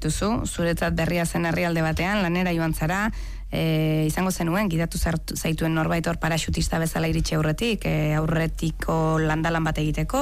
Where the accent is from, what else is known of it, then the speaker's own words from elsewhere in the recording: Basque Country, Spain; Euskal Herretik nator, gukera hizkuntza, ez? Minorizatu batean bizi gara gu ere